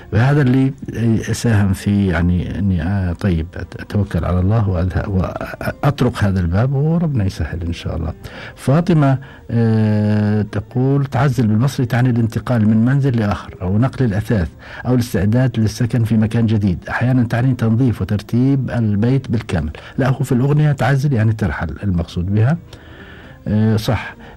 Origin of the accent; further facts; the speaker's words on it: Iraq; وعندنا في العراق معناها يعزل